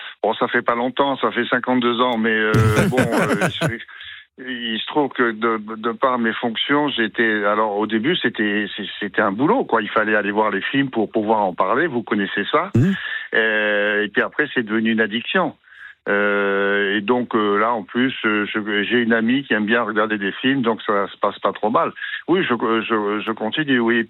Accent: Normandy, France; Alors, balader, là, je suis remonté chez moi en Normandie, là.

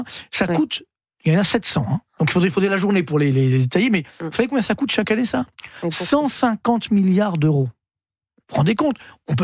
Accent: Orly, Île-de-France, France; je viens des cités HLM d'Orly.

